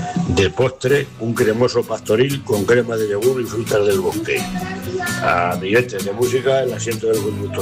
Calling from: Alcázar de San Juan, Castilla-La Mancha, Spain; de Alcázar de San Juan, antiguamente también. Aquí en Alcázar hoy bastante calor.

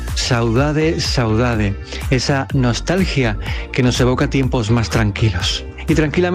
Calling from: Madrid, Community of Madrid, Spain; Un saludo de … desde Madrid.

